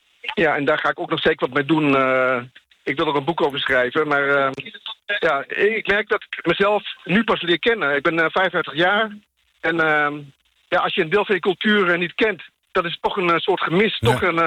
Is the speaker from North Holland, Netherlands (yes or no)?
yes; Schagen, North Holland, Netherlands; Ik ben opgegroeid in Schagen.